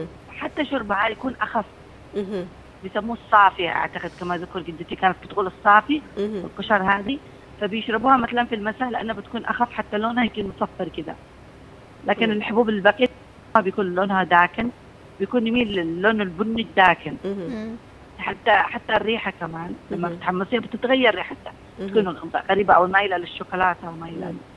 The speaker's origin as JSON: {"language": "Arabic", "country": "Yemen", "said": "ويعرف ان احنا من اليمن"}